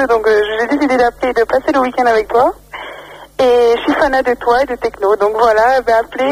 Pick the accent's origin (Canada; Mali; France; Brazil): Brazil; Bon, moi j'ai 19 ans. Alors, je suis brésilienne.